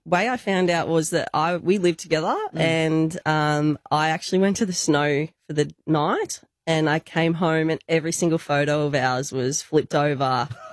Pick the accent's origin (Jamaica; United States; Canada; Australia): Australia; Mornington Peninsula, Victoria; moved away as an adult; now in Perth, Australia; I'm from the Mornington Peninsula.